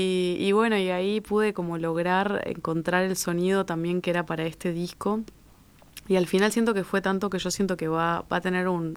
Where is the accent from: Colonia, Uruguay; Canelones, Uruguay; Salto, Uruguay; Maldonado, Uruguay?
Maldonado, Uruguay; yo soy de Maldonado y fui con el liceo